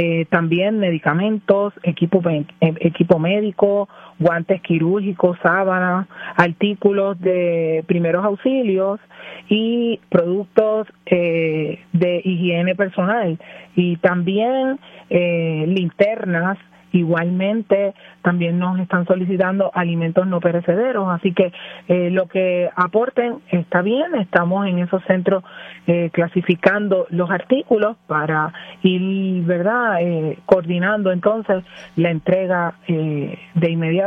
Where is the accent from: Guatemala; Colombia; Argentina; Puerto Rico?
Puerto Rico; Somos los puertorriqueños